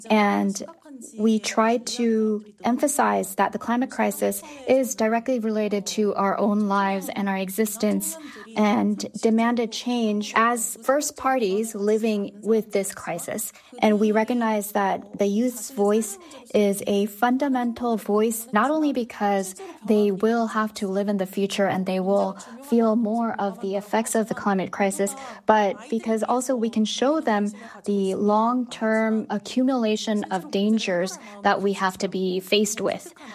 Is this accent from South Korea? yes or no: yes; Seoul, South Korea; English is a second language; I was born and raised in Seoul, which is a very densely